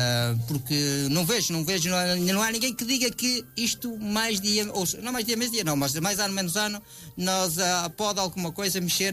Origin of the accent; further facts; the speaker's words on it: Portugal; nem em Eiriche, da minha terra